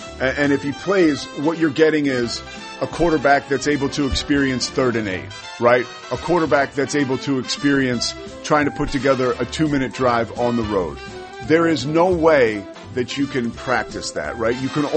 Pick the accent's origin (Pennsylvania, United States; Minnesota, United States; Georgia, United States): Pennsylvania, United States; Philadelphia; Well, I think, look, I'm from Philadelphia. I'm not shy about it, and I love the city.